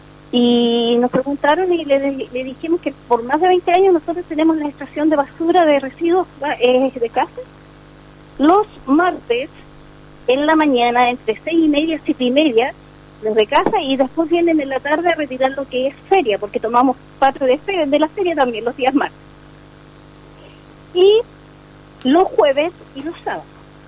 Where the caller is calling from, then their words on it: Chile; Paso Seco Sur.